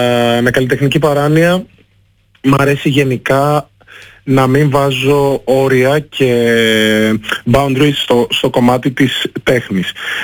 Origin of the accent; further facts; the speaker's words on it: Greece; Είμαι Έλληνας, είμαι ένας Έλληνας από την Αφρική όμως. Η μαμά μου είναι Αφρικανίδα και ο μπαμπάς μου είναι Έλληνας. Έχω γεννηθεί και έχω μεγαλώσει στην Ελλάδα.